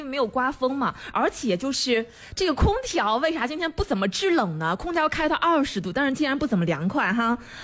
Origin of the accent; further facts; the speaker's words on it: Yicheng, Shanxi, China; accent: Yicheng dialect; 用我们义城话就说